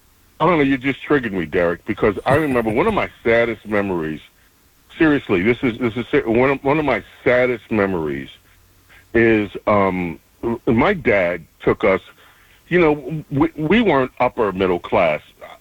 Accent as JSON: {"language": "English", "town": "New York City", "region": "New York", "country": "United States", "tie": "born or raised there", "said": "I'm so grateful to God that I lived in New York City when I did, that I was raised in New York City."}